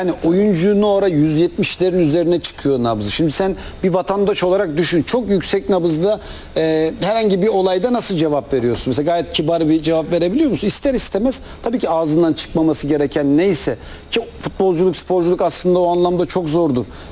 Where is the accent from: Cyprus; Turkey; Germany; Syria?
Turkey; Gaziosmanpaşa, Istanbul; İşte ben Gazi Osman Paşa, doğma büyüme oralıyım.